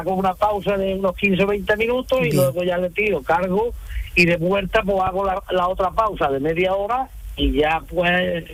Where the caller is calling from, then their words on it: Cuevas de San Marcos, Málaga, Andalusia, Spain; Yo vivo en Cuadra de San Marcos, en un pueblo de Málaga, aquí en el límite de provincia con Córdoba.